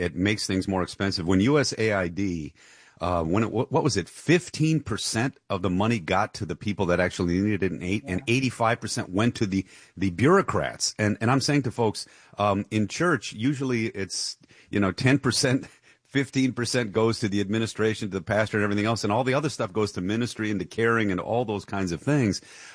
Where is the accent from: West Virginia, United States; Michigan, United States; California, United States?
Michigan, United States; Dearborn; I am from Dearborn. My father was a Ford Motor guy. I come from Dearborn. I know what's going on there.